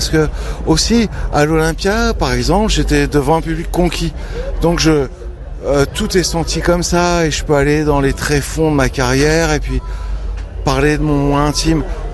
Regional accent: France; on est français

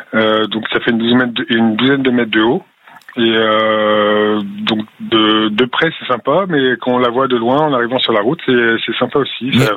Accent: Plouezec, Brittany, France; moved away as an adult; Moi, je suis originaire de Plouezec. J'ai virevolté de gauche et de droite pendant quelques années. Puis, je suis revenu ici auprès de mes parents il y a une quinzaine d'années.

